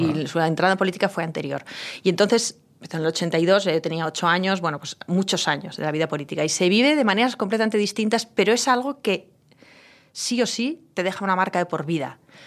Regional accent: Pamplona, Navarre, Spain; yo tenía 18 años, y un sitio como Navarra, bueno, pues te condiciona mucho, te conoce todo el mundo, un sitio como Pamplona, una ciudad pequeña, te conoce todo el mundo

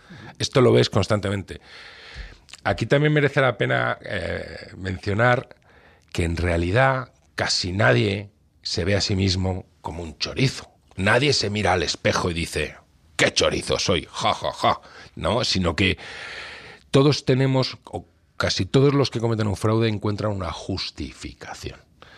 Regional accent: Spain; also born or lived in United Kingdom

